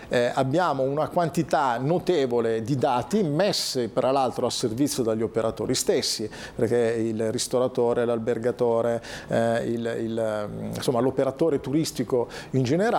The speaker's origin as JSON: {"language": "Italian", "town": "Como", "region": "Lombardy", "country": "Italy", "said": "Vi dico che da Comasco, ancorché insomma diciamo da legislatore"}